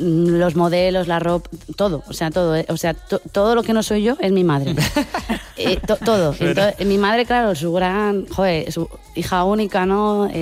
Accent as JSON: {"language": "Spanish", "town": "Burgos", "region": "Castile and León", "country": "Spain", "said": "Y la piloto Cristina Gutiérrez, que también es de Burgos."}